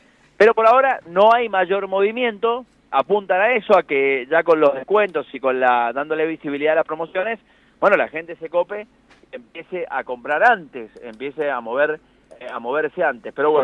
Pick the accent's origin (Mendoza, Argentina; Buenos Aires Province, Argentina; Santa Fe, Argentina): Mendoza, Argentina